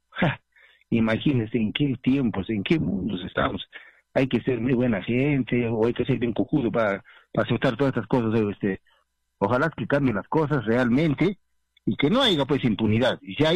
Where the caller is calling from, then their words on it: Juliaca, Puno, Peru; De Juliaca.